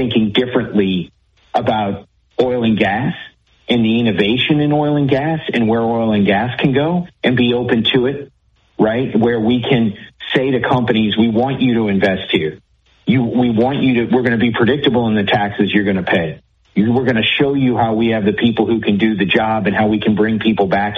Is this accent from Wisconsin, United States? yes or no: no; Louisiana, United States; I do believe we are special and different because we're from Louisiana, right?